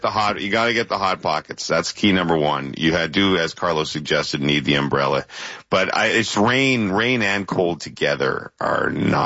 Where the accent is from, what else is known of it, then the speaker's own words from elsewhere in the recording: Ottawa, Ontario, Canada; born there; moved away as an adult; I went as a little kid till I moved away from Ottawa.